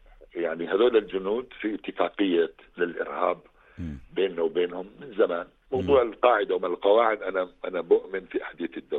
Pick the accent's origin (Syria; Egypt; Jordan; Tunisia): Jordan; وانا اردني من حقي احكي،